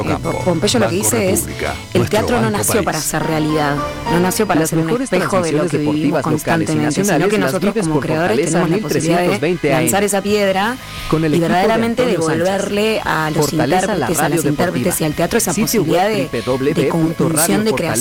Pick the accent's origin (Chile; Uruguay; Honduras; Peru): Uruguay